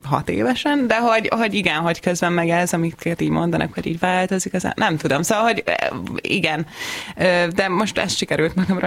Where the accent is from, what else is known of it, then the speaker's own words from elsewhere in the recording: Budapest, Hungary; én Pesten születtem, nekem minden rokonom pesti, Újlipótvárosban születtem, és ott nőttem föl.